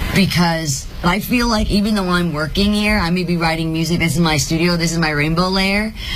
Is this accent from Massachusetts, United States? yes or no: no; Nashville, Tennessee, United States; moved away; I'm from Nashville, dude. Like, I never really went to the beach.